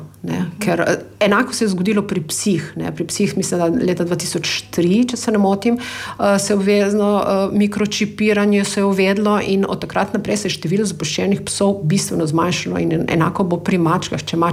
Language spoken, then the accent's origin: Slovenian; Slovenian Littoral, Slovenia; smo pač Primorci edini